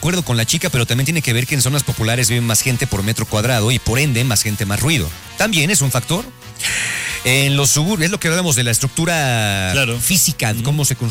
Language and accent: Spanish; Yecapixtla, Morelos, Mexico; Marcianos, yo soy de Yecapixtla y en mi colonia la semana pasada sucedió un chisme de esos ruidosos